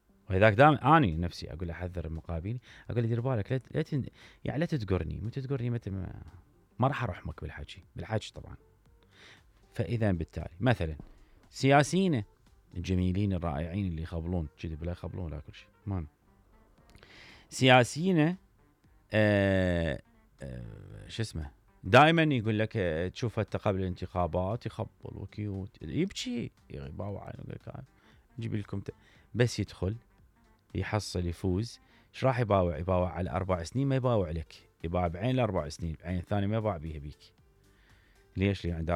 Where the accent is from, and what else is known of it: Iraq